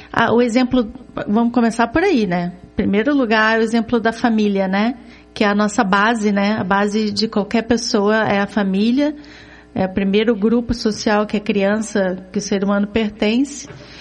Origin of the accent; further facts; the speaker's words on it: Rio de Janeiro, Brazil; moved away as an adult; also born or lived in Florianópolis; now in Curitiba, Brazil; Eu sou do Rio de Janeiro, mas eu saí do Rio com 26 anos, morei 9 anos em Florianópolis, estou em Curitiba faz 17 anos agora.